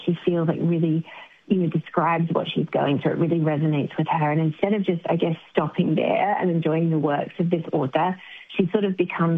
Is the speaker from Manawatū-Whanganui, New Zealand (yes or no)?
yes; Palmerston North, Manawatū-Whanganui, New Zealand; born or raised there; also born or lived in Foxton